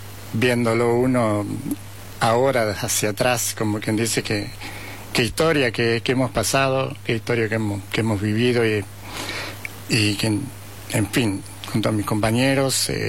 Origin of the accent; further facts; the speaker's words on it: Calchaquí, Santa Fe, Argentina; born there; moved away; also born or lived in Justiniano Posse / Ordoñez; Yo soy nacido en Calchaquí, Santa Fe.